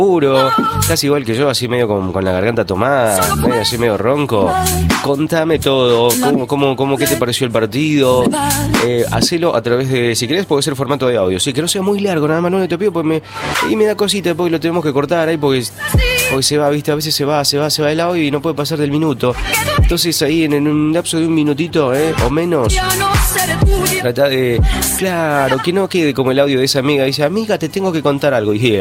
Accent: Argentina; Quizás sí, somos argentinos, amigos, somos argentinos.

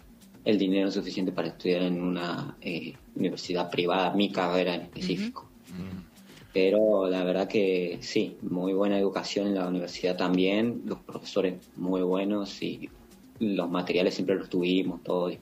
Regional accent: Palpalá, Jujuy, Argentina; moved away as an adult; also born or lived in Córdoba, Argentina / China; now in Australia

